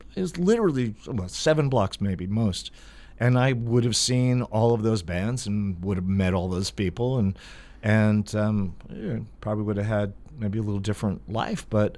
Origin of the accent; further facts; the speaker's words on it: New York City, New York, United States; I grew up in Queens